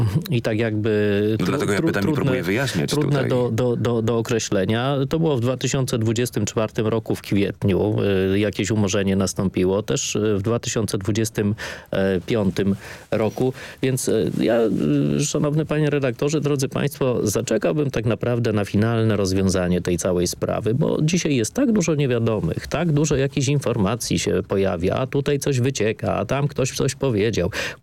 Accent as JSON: {"language": "Polish", "region": "Subcarpathian Voivodeship", "country": "Poland", "said": "ja pochodzę z południa Polski, z Podkarpacia."}